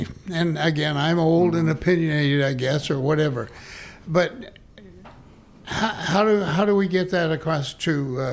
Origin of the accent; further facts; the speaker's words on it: Knoxville, Tennessee, United States; of the Methodist Church in Knoxville, my hometown.